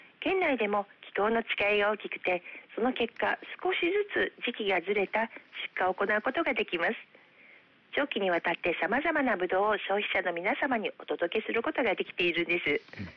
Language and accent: Japanese; Okayama, Japan; 私たち岡山っ子は親しみを込めてアレキと呼んでいます。